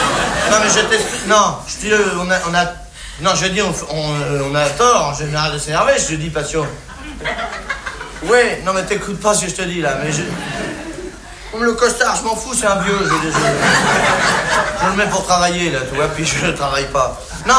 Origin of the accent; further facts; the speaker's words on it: France; Les français, c'est des cons, oui, ben je suis bien placé, hein, je suis français.